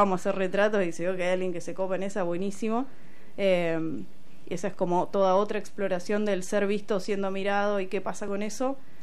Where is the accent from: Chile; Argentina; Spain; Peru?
Argentina; Tres Arroyos, Buenos Aires Province; now in La Plata, Argentina; Yo soy de Tres Arroyos, un pueblo de provincia de Buenos Aires. Mi familia tiene una productora allá